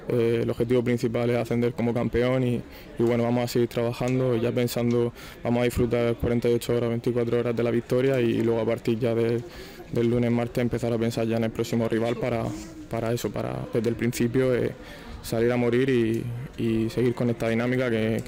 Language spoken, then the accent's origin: Spanish; Murcia, Region of Murcia, Spain; moved away; yo soy de Murcia